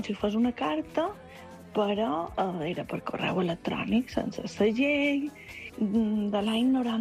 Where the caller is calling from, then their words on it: Magaluf, Balearic Islands, Spain; de Magaluf